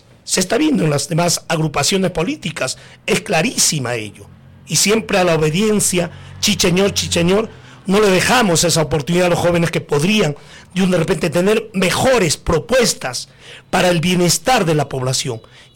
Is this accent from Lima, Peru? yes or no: no; Coracora, Ayacucho, Peru; como coracoreño, como parinacochano